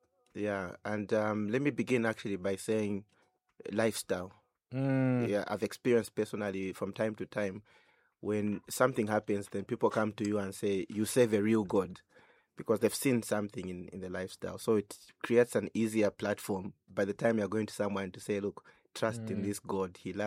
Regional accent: Zambia; growing up in Zambia

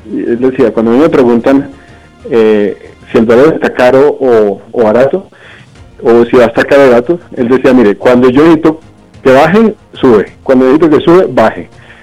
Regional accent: Cali, Valle del Cauca, Colombia; born there; yo nací en Cali

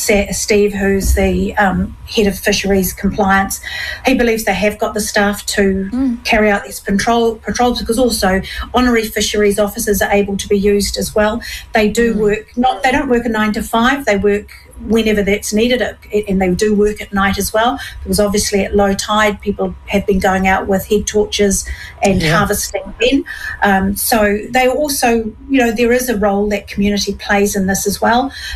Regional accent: New Zealand; It's part of being a Kiwi, so we must be able to continue to do that.

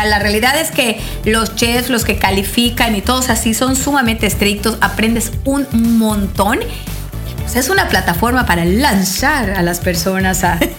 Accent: Yucatán, Mexico; los yucatecos vamos, digo, vamos, pues somos yucatecas

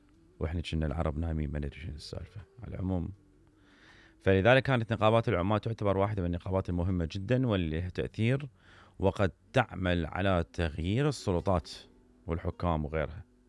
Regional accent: Iraq; احنا نحتفل كعراقيين

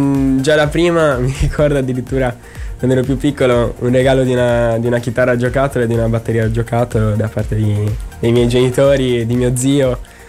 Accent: Cagliari, Sardinia, Italy; Vengo da Cagliari, ho 17 anni

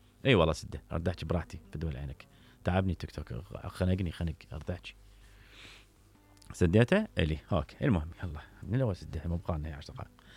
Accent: Iraq; تعبت أنا مواطن عراقي، تعبت أخي، أنا مواطن، الله خلقني من يوم الله خلقني في هذه الأرض

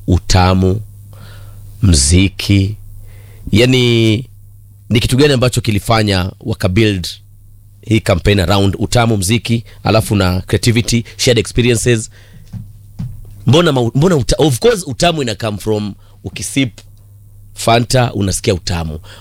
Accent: Diani, Kwale County, Kenya; now in Nairobi, Kenya; Sasa mimi natoka huko Diani.

